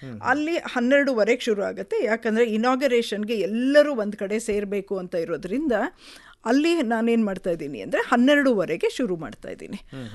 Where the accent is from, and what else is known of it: Mysuru, Karnataka, India